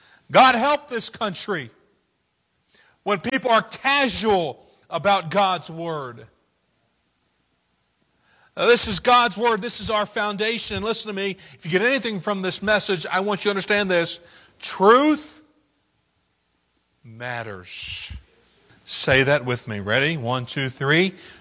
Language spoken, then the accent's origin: English; United States